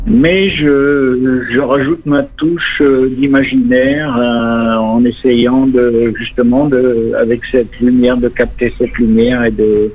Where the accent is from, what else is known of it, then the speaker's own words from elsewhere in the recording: Nouvelle-Aquitaine, France; Alors, je suis originaire du Périgord vert.